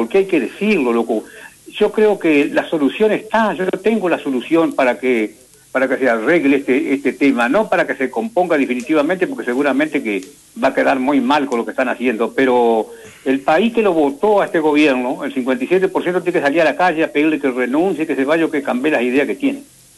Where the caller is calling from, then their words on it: Entre Ríos, Argentina; también tengo la obligación como argentino, como entrerriano que soy